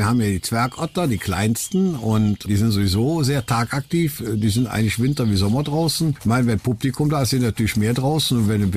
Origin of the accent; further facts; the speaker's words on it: North Rhine-Westphalia, Germany; Ich komme aus dem Aachener Raum.